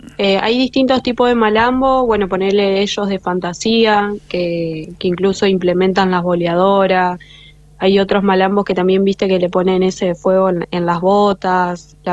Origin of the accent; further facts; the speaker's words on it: Santa Fe, Argentina; si bien soy santafesina